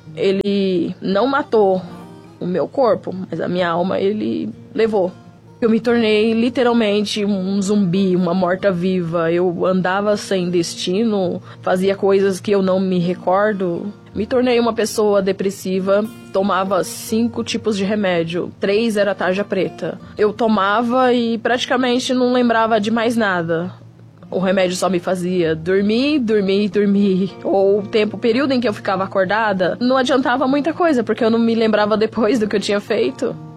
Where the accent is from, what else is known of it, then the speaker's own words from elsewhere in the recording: Itapevi, São Paulo, Brazil; eu sou de Itapevi, São Paulo.